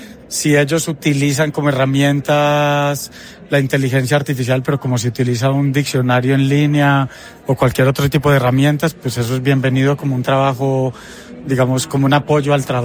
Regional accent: Colombia; moved away; Una personal, como te decía, yo soy colombiano. Antes de irme... participé en la Filbo varias veces

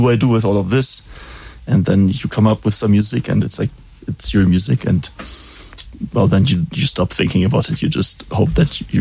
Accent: Dresden, Saxony, Germany; English is a second language; I am from Dresden, which is in the east of Germany, which was part of the Soviet bloc

